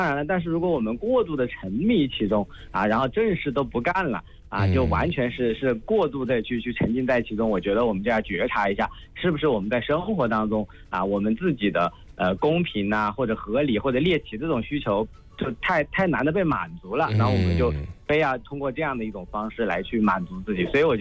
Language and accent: Chinese; China; 我们中国人一直都会认为就别人家的事情我们尽量不要插嘴